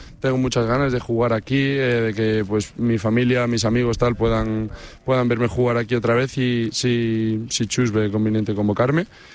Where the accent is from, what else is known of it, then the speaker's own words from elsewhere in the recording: Málaga, Andalusia, Spain; yo soy malagueño, ¿no?